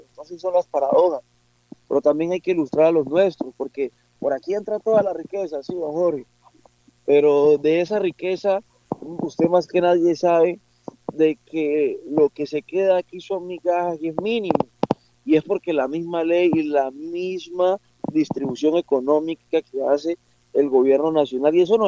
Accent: Buenaventura, Valle del Cauca, Colombia; todos somos hijos de Buenaventura

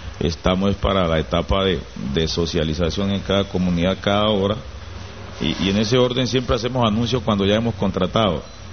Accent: Chocó, Colombia; otro es en Quiado, mi pueblo

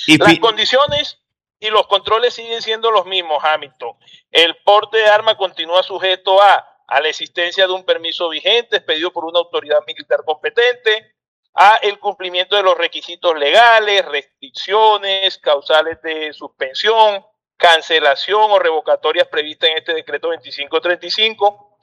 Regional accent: San Juan del Cesar, La Guajira, Colombia; mi pueblo natal querido como lo es San Juan del Cesar.

